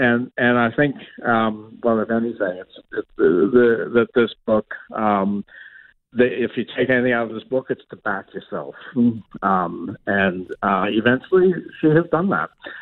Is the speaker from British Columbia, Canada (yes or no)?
no; Toronto, Ontario, Canada; my hometown of Toronto.